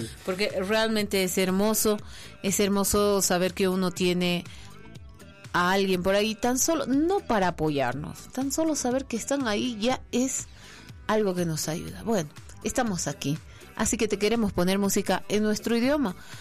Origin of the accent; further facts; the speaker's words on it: Bolivia; Es que eso es lo que en esencia somos los bolivianos.